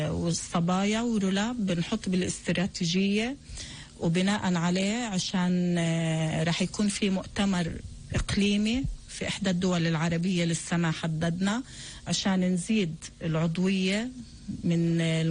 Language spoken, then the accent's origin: Arabic; Palestine; وإحنا من فلسطين